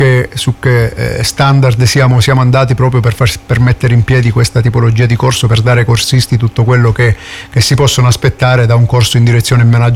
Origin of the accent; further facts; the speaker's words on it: Southern Italy, Italy; noi siamo terroni